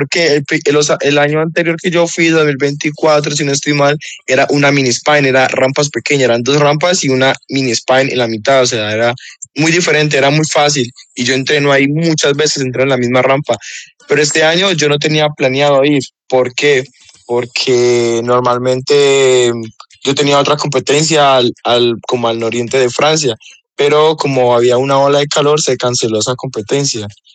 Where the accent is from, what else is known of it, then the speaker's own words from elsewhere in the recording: Bogotá, Colombia; also born or lived in La Paila; Esta pasión empezó en mi pueblito, en la Paila Valle. Soy del Valle, pero represento Bogotá y corro por Bogotá, porque de los 10 años, más o menos 10, 11 años, 9, me fui a vivir a Bogotá con mi familia.